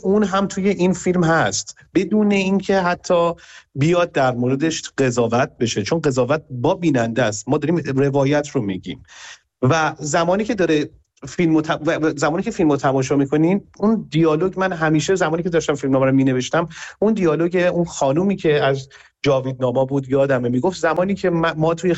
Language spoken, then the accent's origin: Persian; Iran; همه ما ایرانی هستیم